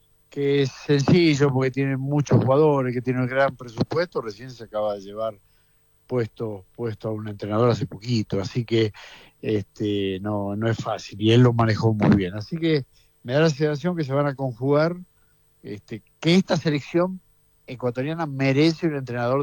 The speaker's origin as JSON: {"language": "Spanish", "country": "Argentina", "said": "Nada, como argentino, feliz de que venga un argentino a dirigir"}